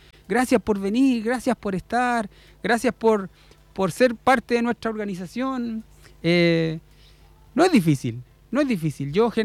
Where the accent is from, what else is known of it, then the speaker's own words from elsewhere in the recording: Chile; en nuestro país somos así, los chilenos en general